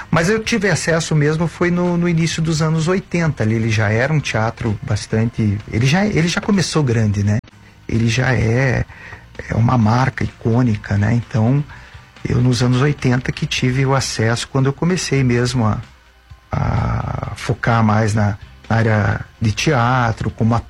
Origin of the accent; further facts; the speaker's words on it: Colombo, Paraná, Brazil; eu sou da região metropolitana, eu sou de Colombo, né, e eu morava no sítio, né, eu não tinha muito acesso, né, à cultura.